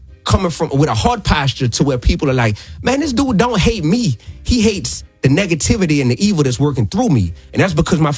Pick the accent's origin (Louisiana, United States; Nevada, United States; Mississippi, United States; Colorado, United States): Louisiana, United States; New Orleans; I'm still from New Orleans. I still came up in a space to where it's like, boy, you'll get your dome knocked off